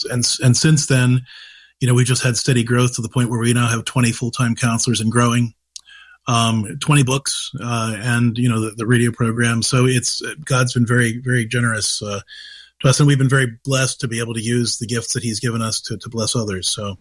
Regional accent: Clairton, Pennsylvania, United States; also born or lived in Mingo Junction, Ohio; I grew up in Clareton, Pennsylvania, which is the first place that The Deer Hunter was filmed.

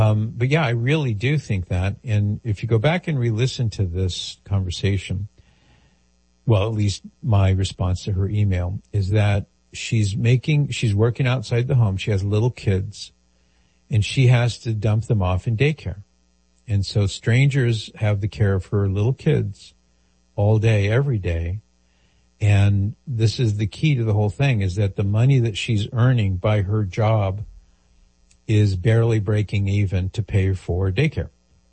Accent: California, United States

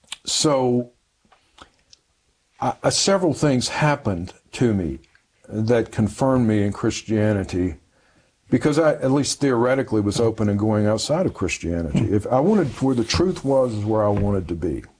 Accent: the South, United States; You know, I grew up in the South.

